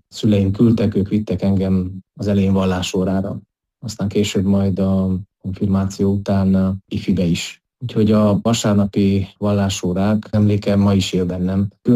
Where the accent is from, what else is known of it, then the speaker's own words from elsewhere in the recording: Mezőpanit, Mureș County, Romania; Mezőpanitban születtem, és itt nőttem fel, ami azt is jelenti, hogy az itteni református közösségnek az életében kapcsolódtam be kiskorom óta.